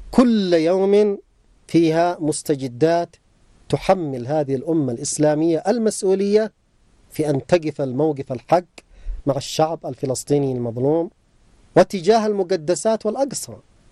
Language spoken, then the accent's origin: Arabic; Yemen; نحن كشعب يمني من حقنا أن ننعم بالحرية والاستقلال